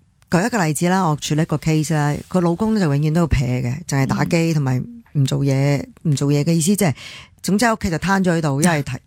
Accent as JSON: {"language": "Cantonese", "town": "Chaozhou", "region": "Guangdong", "country": "China", "said": "所以如果尤其是我哋潮州人啦"}